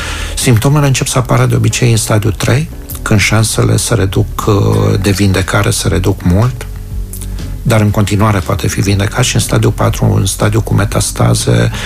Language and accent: Romanian; Timișoara, Timiș County, Romania